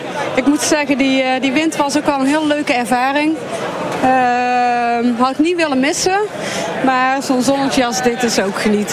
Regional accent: Oosterwijk, Netherlands; Oosterwijk.

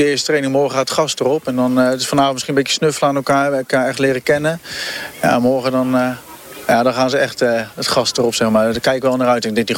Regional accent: Goes, Zeeland, Netherlands; born there; moved away; also born or lived in Rotterdam; ik ben geboren in Goes, dus dat is wel leuk. En gewoond in Heinkensand. En op een gegeven moment verhuisd, omdat mijn ouders in Rotterdam werkten. Dus zodoende. En dan wel een tijdje weer teruggewoond in Zeeland, in Heinkensand.

